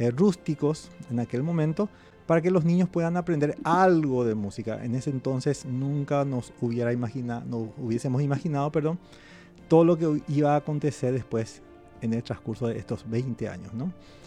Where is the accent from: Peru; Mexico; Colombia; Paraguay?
Paraguay; Carapeguá, Paraguarí; moved away; en Carapeguá, de donde yo soy oriundo.